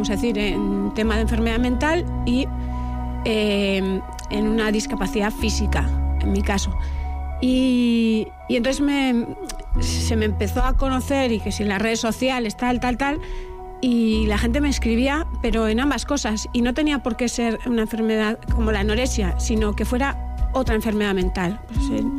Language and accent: Spanish; Mungia, Basque Country, Spain; born or raised there